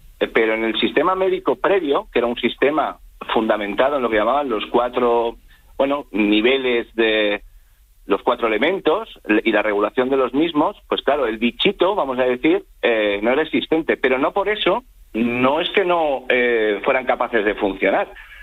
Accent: Madrid, Community of Madrid, Spain; Madrid, o sea, yo como madrileño lo digo, era un villorrio

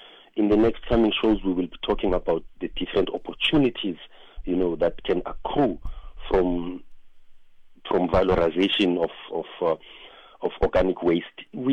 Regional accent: Soweto, Gauteng, South Africa; When I grew up as a child, I grew up in Soweto

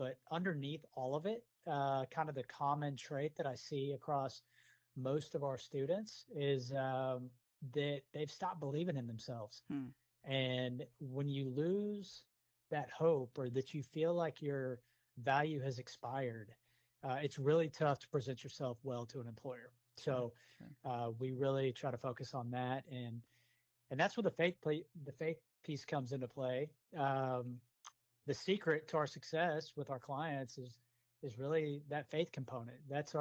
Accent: Houston, Texas, United States; I grew up here in Houston.

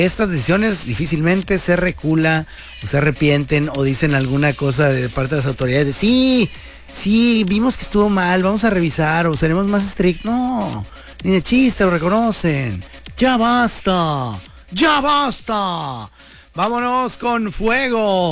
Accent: Colombia; accent: Colombian; hasta venía yo aquí con mi acentito colombiano, ¿no?

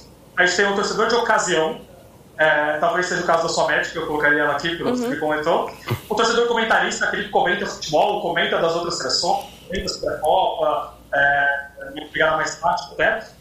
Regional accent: Brazil; E eu vou te falar que eu, como brasileiro fã de futebol, acho que vocês ainda mais

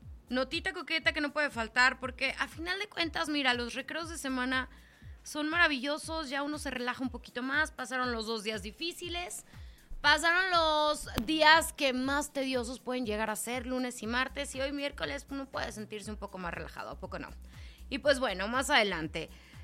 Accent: San Luis Potosí, Mexico; yo bien orgullosa de mi pueblo

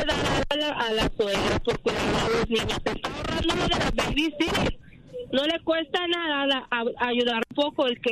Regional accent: Colombia; now in Tracy, United States; Oh. Yeah, Tracy. All right. ¡Arriba! ¡Soy colombiana!

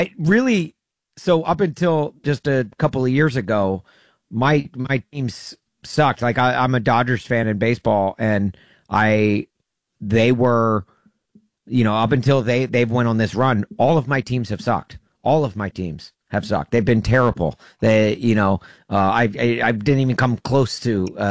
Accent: Los Angeles, California, United States; born there; I was born in Los Angeles.

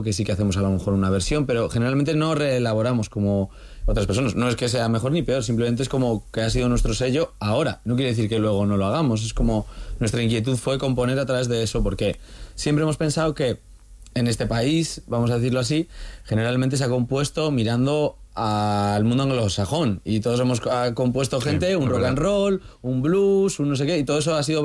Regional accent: Valladolid, Castile and León, Spain; venimos desde Burgos, pero bueno, cada uno de un lugar, yo en concreto además soy de Valladolid

